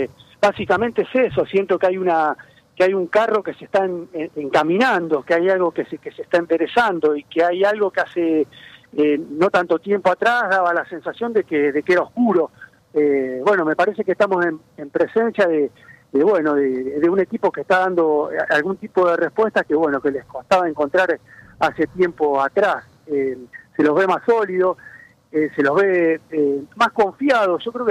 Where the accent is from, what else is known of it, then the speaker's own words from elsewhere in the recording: Cafferata, Santa Fe, Argentina; Recién he llegado al pueblo, mi pueblo querido, Caferata.